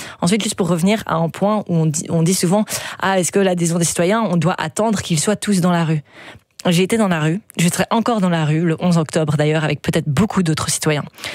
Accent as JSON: {"language": "French", "country": "Belgium", "said": "en tant que Belges, aujourd'hui, citoyens inquiets"}